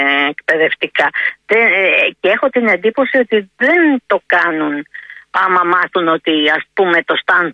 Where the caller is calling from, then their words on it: Greece; εμείς σαν Έλληνες δεν το έχουμε.